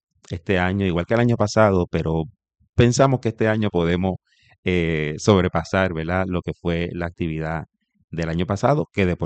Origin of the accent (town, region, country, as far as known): Puerto Rico